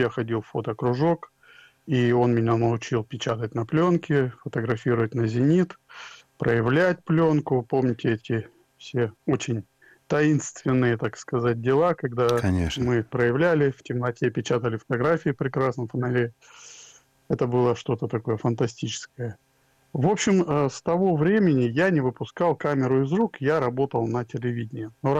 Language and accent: Russian; Volgodonsk, Rostov Oblast, Russia; я один из первых в моем родном городе Волгодонске, я воплотил нелинейный монтаж